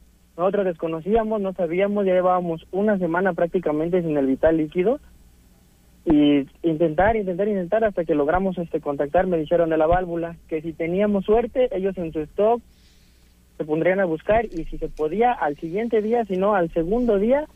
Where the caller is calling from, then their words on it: Cuernavaca, Morelos, Mexico; De aquí, de la colonia Lázaro Cárdenas, en el Polvorín, el condominio Loma Dorada.